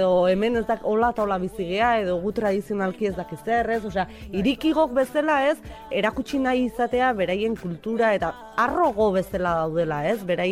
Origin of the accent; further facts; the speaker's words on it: Villabona, Basque Country, Spain; Luisa esan duen bezala Bilabonako gea bilok